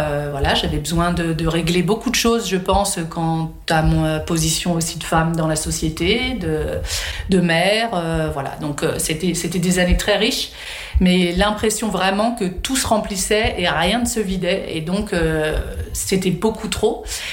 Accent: Lyon, Auvergne-Rhône-Alpes, France; born or raised there; moved away as an adult

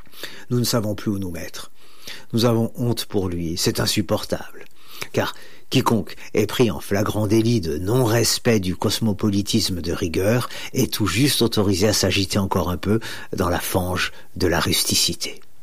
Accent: Belgium; Peut-être qu'en tant que Belge, je suis tout simplement plus sensible à ce genre de questions.

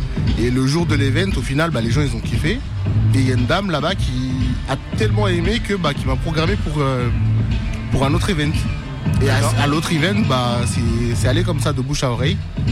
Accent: Lyon, Auvergne-Rhône-Alpes, France; moi, je viens de Lyon.

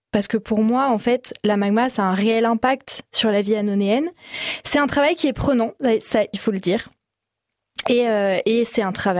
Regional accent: Valence, Auvergne-Rhône-Alpes, France; Alors moi, j'ai grandi à Valence. C'est pas très loin, mais je suis plutôt team drômoise.

